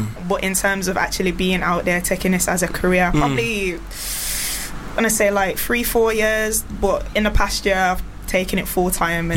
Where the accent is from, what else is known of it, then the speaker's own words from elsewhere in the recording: Birmingham, West Midlands, United Kingdom; accent: Brummy; I'm from Birmingham. I'm a rapper, MC, whatever you want to call it.